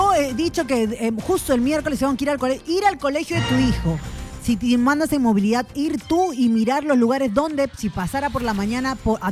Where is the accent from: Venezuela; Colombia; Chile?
Colombia; now in Peru; Somos bastantes colombianos viviendo en Perú.